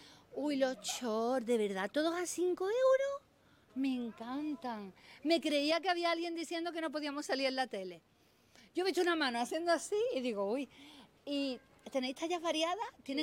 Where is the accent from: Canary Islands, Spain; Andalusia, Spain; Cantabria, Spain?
Andalusia, Spain; Seville; soy de Sevilla Este también. La segunda familia que me encuentro de Sevilla Este.